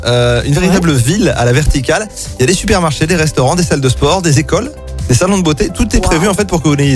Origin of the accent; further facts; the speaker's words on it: Brittany, France; On est loin des 15 à 25 locataires chez nous en Bretagne.